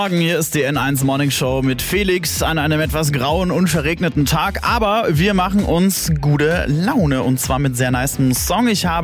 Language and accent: German; Bavaria, Germany; Aber als Franke, was soll ich da sagen?